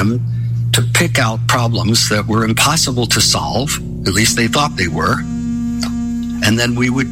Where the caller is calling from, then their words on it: Port Townsend, Washington, United States; And I'm calling from Port Townsend, Washington.